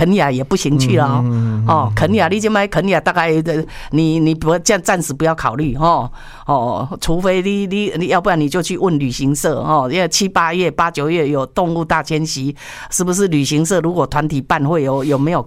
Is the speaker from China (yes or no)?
no; Taiwan; 现在摩洛哥我们台湾人去不了了哦。